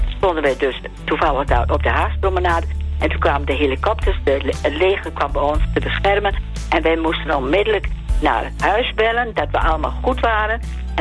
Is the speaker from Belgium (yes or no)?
no; Smilde, Drenthe, Netherlands; Maar ik kom uit Drenthe. Ik ben in Smilde geboren